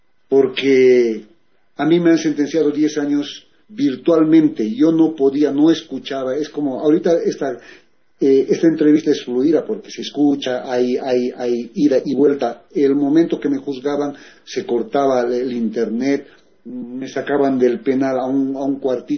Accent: Cliza province, Cochabamba, Bolivia; moved away; also born or lived in United States; Yo soy boliviano, yo he nacido en Bolivia, pero me he ido a Estados Unidos. Soy de Cochabamba, pero he vivido hasta mis 10 años en una provincia de Clisa.

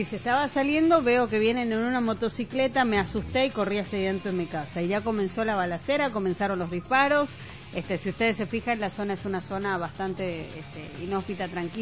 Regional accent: Bolivia; Creo que la mayoría somos bolivianos imparables

